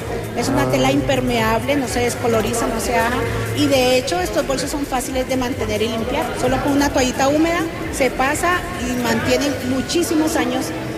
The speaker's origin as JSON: {"language": "Spanish", "town": "Sincelejo", "region": "Sucre", "country": "Colombia", "tie": "born there", "said": "Yo nací en Sincelejo, Sucre, pero soy cundiboyacense de corazón."}